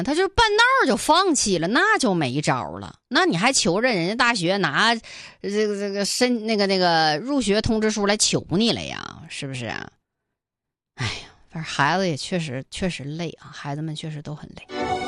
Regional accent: Northeast China, China; accent: Northeastern dialect; 跟我们东北话说就是图啥呀

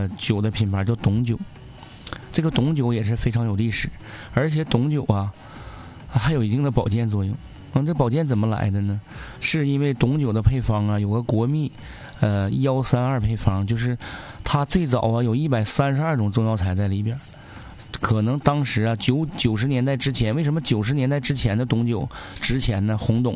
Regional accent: Northeast China, China; 咱们东北人不喝

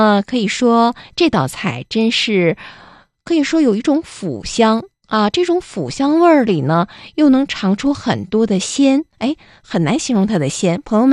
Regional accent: Northeast China, China; 这盐碎咱们东北人其实就是香菜啊，南方人愿意叫盐碎

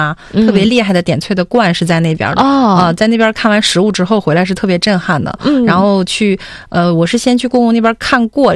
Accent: Northeast China, China; 我们东北这边，就是长白山那边

